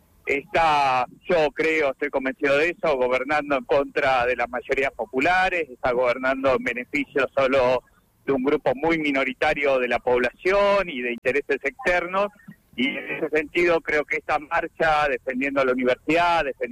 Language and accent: Spanish; Trelew, Chubut, Argentina; porque somos de Trelew, caminamos los barrios